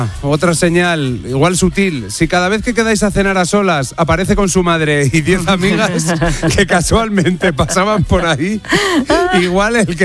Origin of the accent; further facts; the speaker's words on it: Salamanca, Castile and León, Spain; yo que soy de Salamanca, en Guijuelo